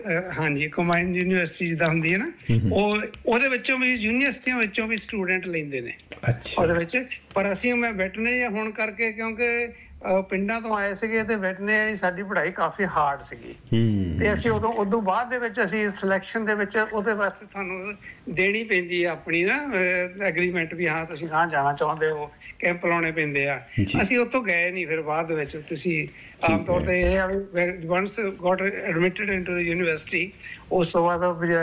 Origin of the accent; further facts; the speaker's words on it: Jalandhar, Punjab, India; ਪਹਿਲੀ ਵਾਰੀ ਮੈਂ ਓਬਵੀਅਸਲੀ ਜਲੰਧਰ ਤੋਂ ਆ, ਪੰਜਾਬ ਸਾਡਾ ਪਿੰਡ ਆ ਸੰਸਾਰਪੁਰ ਦੇ ਨਾਲ ਹੀ, ਤੇ ਸਾਡੇ ਤਾਂ ਜਿੱਦਾਂ ਕਹਿੰਦੇ ਹੁੰਦੇ ਨਾ ਖੂਨ ਦੇ ਵਿੱਚ ਹੀ ਆ ਹਾਕੀ।